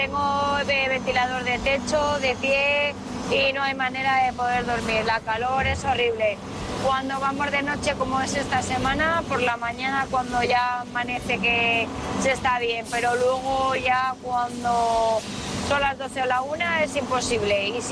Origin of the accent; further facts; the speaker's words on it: Chiva, Valencian Community, Spain; Buenas noches … de Chiva.